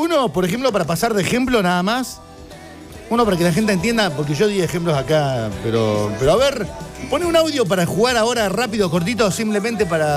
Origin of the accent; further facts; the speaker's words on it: La Pampa, Argentina; now in Córdoba, Argentina; Soy de La Pampa, pero vivo en Córdoba. Extraño mucho a mi familia y tengo.